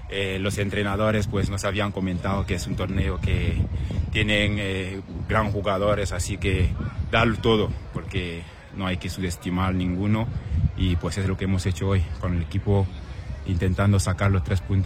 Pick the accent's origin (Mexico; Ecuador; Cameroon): Cameroon; moved away as an adult; now in Spain; Soy de Camerún, soy de África. Camerún.